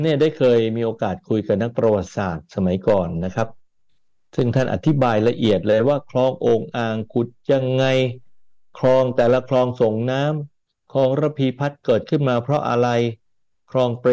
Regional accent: Bangkok, Thailand; แนวคันกั้นน้ําที่เราคนกรุงเทพได้รับพระมหากรุณาธิคุณจากพระบาทสมเด็จพระเจ้าอยู่หัวรัชกาลที่9

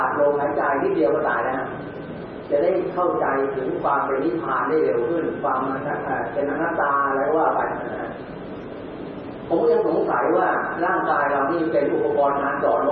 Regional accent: Suphan Buri, Thailand; ผมเป็นลูกศิษย์วัดมาที่6ปีบ้านผมอยู่สุพรรณพ่อมาฝากวัดไว้ที่วัดเป็นจ่าที่6ปี

